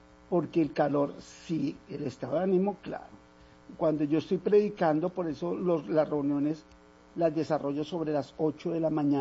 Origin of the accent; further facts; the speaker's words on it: Bogotá, Colombia; moved away; yo como hablo como persona que soy de Bogotá